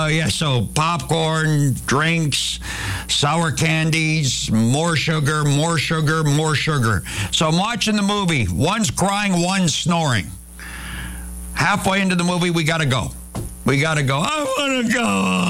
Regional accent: Canada; We're Canadian, goodness gracious me.

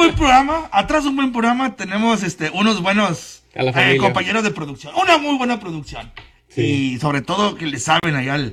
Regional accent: Mexico; México lo traemos en el corazón. Soy mexicano, papá.

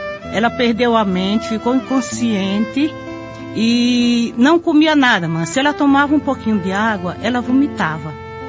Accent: Embu das Artes, São Paulo, Brazil; Eu venho do Imbu, Imbu das Artes, São Paulo.

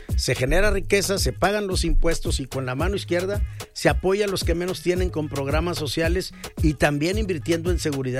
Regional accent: northern Mexico, Mexico; Yo soy un norteño forjado en el esfuerzo, en la tenacidad, en el estudio, en el trabajo, como todos los norteños

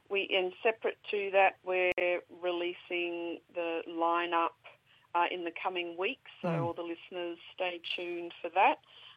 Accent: Alice Springs, Northern Territory, Australia; born or raised there

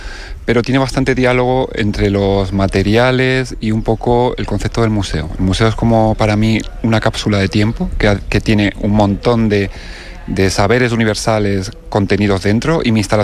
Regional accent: Castilla-La Mancha, Spain; Yo soy manchego, siempre, bueno, pues de pequeño he vivido en una casa con patio

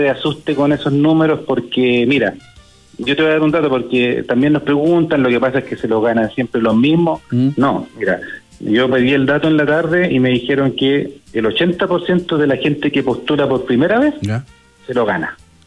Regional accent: Valdivia, Los Ríos, Chile; algo real, porque me tocó verlo, yo soy de regiones, yo soy de Valdivia

